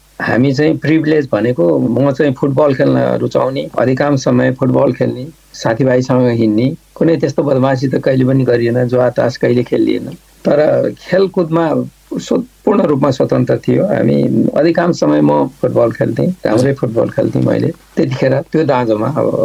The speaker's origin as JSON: {"language": "Nepali", "town": "Bhandara", "region": "Bagmati", "country": "Nepal", "tie": "born or raised there", "said": "बजार हाम्रो चितवनमा एउटा बजार छ जसलाई भण्डारा बजार भन्छ, त्यो बजारमा हुर्केको।"}